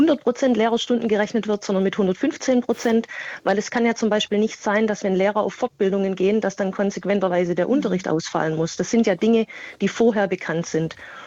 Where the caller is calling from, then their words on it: Baden-Württemberg, Germany; ich komme aus Baden-Württemberg.